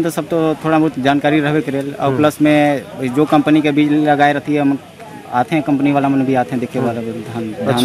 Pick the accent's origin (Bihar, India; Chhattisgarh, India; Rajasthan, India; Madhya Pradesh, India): Chhattisgarh, India; हाँ, सूरजपुर से 80 किलोमीटर पड़े हमारे गाँव।